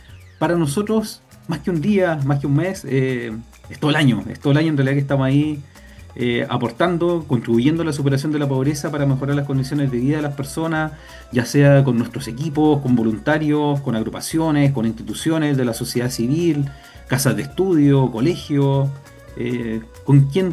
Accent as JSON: {"language": "Spanish", "country": "Chile"}